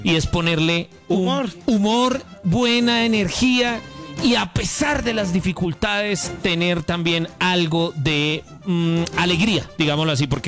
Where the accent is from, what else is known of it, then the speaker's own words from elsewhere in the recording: Medellín, Antioquia, Colombia; born there; now in Bogotá, Colombia; yo que nací en Medellín